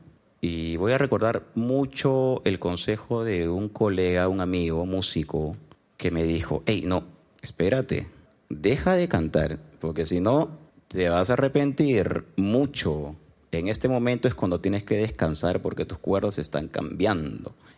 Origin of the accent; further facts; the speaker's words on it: Lima, Peru; born there; also born or lived in Cusco / Madre de Dios; Nací aquí en Lima, Perú, en el distrito de Pueblo Libre. Mi infancia la pasé viajando un poquito acá en Lima, viajé a Cusco también y viajé también a Madre de Dios, es la tierra de mi mamá